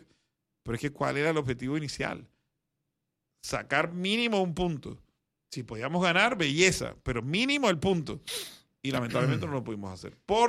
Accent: Panama; como todo panameño, yo quiero ver mi país competir

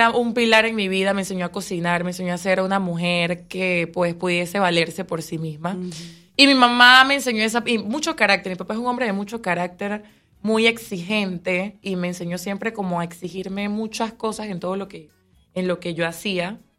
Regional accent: Panama; born there; Yo nací aquí en Panamá.

